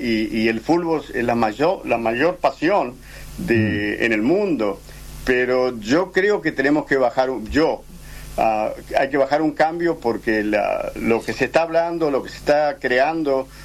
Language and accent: Spanish; Argentina; now in United States; Entonces, sí, es un juego que yo como argentino y veterano, porque yo soy enlistado para de Malvinas, yo llegué aquí en el año 82 a este país, a Estados Unidos